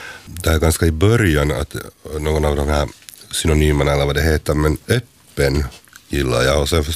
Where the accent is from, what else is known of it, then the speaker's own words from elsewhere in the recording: Sundom, Ostrobothnia, Finland; På min dialekt, jag kommer från Sundom i Österbotten, så då är det netchin.